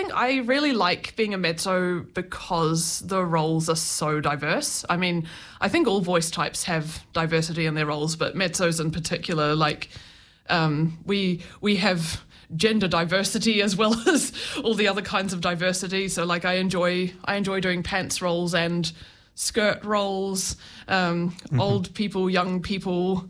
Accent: New Zealand; moved away as an adult; now in London, United Kingdom; This is my first time back in New Zealand in 3 years.

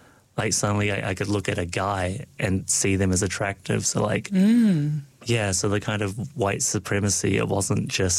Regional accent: Dunedin, Otago, New Zealand; first language Cantonese and English; growing up in New Zealand because, like, very quickly on, I realized how different I was from the other kids, because Dunedin's very white.

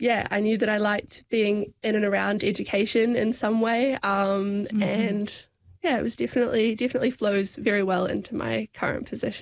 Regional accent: Dunedin, Otago, New Zealand; also born or lived in Auckland; I grew up in Dunedin from the age of 6 or 7

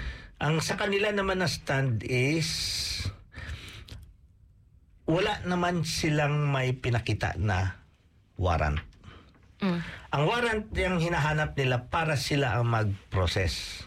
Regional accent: Mindanao, Philippines; Ay taga Mindanao ako eh, alam ko 'yun eh.

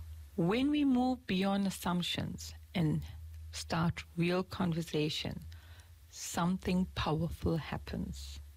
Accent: South Africa; moved away as an adult; now in New Zealand; I come from South Africa. So I grew up during apartheid South Africa.

